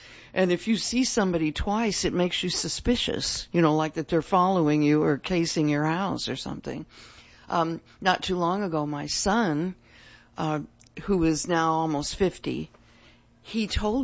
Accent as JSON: {"language": "English", "region": "California", "country": "United States", "tie": "born or raised there", "moved": "as an adult", "lives_now": "Tahlequah, United States", "said": "I was raised in California, and we left almost, 50 years ago."}